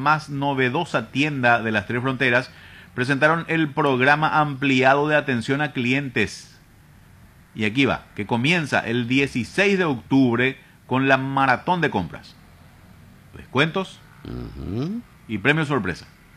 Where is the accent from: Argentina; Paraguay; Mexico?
Paraguay; Yo soy paraguayo.